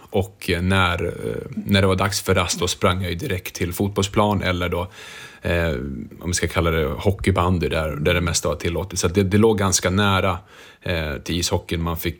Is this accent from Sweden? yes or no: yes; Rättvik, Dalarna County, Sweden; also born or lived in Örnsköldsvik; Vi landade in i Rättvik i och med att det var dit vi blev placerade. Mm. Ett litet samhälle.